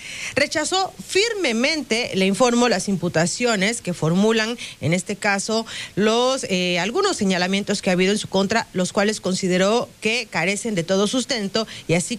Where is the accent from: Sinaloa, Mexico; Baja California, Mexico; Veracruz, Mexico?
Sinaloa, Mexico; Estoy en Sinaloa, mi tierra, de la que estoy orgulloso, con las mías y con los míos, con gente buena y honesta.